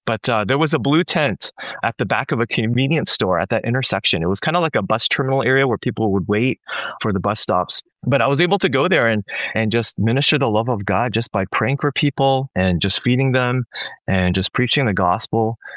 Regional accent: North York, Ontario, Canada; I was, you know, I'm from North York.

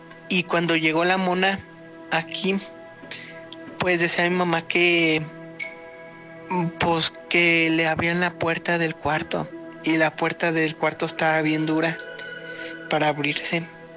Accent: San Francisco del Rincón, Guanajuato, Mexico; de San Francisco del Rincón, Guanajuato.

